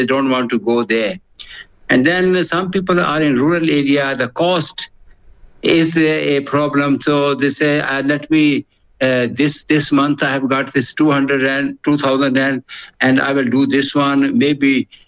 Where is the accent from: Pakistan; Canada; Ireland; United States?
Pakistan; English is a second language; Yeah, the first impression over the years, the decades, because I'm from Pakistan.